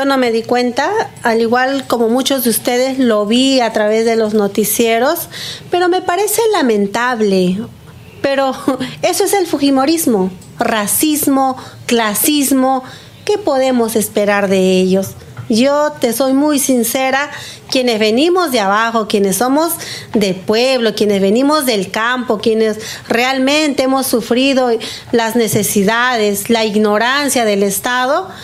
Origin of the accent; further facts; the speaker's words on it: Huancavelica, Peru; moved away; Porque yo vengo de Huancavelica